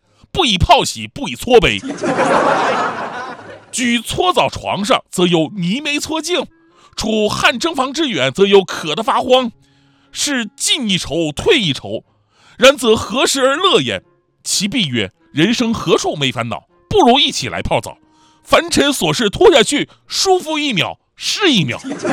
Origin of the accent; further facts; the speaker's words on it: Changchun, Jilin, China; 我没找到写我们老家长春的诗啊。作为一个长春人，我特别的着急。